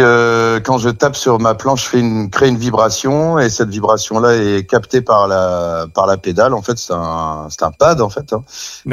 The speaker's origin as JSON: {"language": "French", "town": "La Madeleine", "region": "Hauts-de-France", "country": "France", "tie": "born or raised there", "also_born_or_lived": "Marcq-en-Barœul", "said": "Et puis, à la base, je suis ch'ti. Donc, j'arrive de Lille. Je suis né à Marc-en-Barœul, dans le nord de la France."}